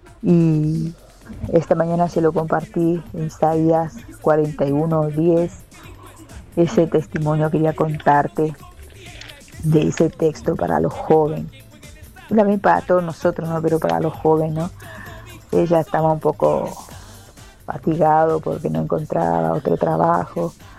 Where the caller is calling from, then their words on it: Itauguá, Central, Paraguay; de Itagua.